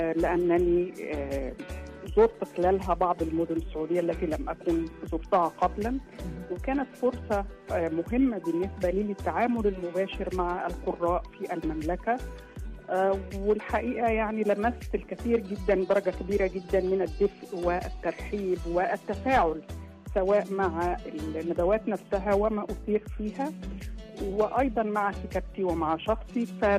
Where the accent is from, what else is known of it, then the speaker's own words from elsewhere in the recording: Egypt; now in Cairo, Egypt; لأنني كتبت في أماكن بعيدة عن بلدي الأصلي، سواء حتى بداية من الكتابة في القاهرة وأنا نشأت في القرية الصغيرة